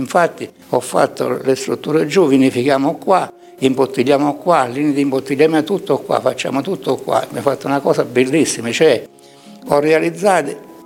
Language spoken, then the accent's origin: Italian; Taurasi, Campania, Italy; Io sono nato qua a Taurasi e sono vissuto qua, ho stato qua